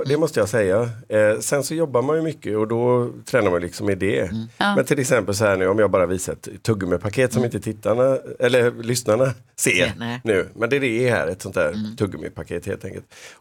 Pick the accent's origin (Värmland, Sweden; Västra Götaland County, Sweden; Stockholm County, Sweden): Västra Götaland County, Sweden; Gothenburg; born there; Ja, det var på Hisingen. Ja. Och jag bodde ju däremot i Lundby församling väldigt länge.